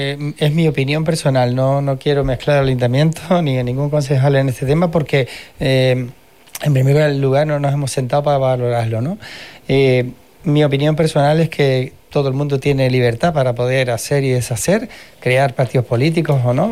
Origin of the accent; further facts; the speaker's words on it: Canary Islands, Spain; Yo soy de los Alares.